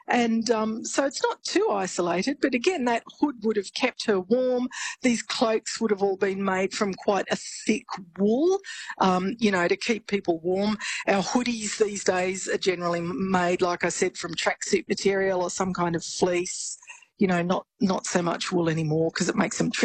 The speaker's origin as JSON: {"language": "English", "town": "Goulburn", "region": "New South Wales", "country": "Australia", "tie": "born or raised there", "said": "I grew up in Goulburn, so I know all about keeping warm in your hoodie."}